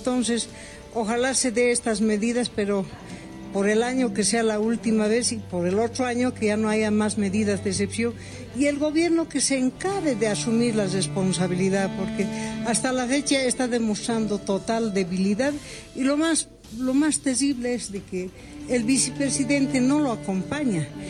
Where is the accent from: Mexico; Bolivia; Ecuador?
Bolivia